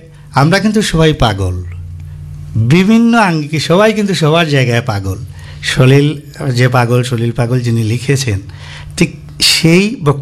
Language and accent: Bangla; Sylhet, Sylhet Division, Bangladesh; আমি সিলেটের লোক